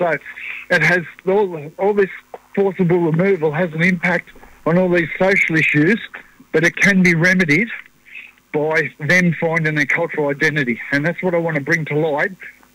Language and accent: English; Brewarrina, New South Wales, Australia; proud Nampar man. My mob's from Brewarrina. I was part of the stolen generation.